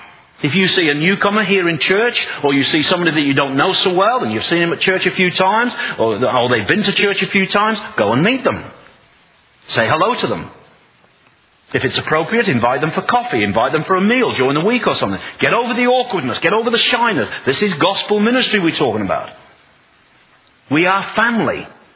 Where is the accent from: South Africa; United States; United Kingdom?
United Kingdom; I'm typical British.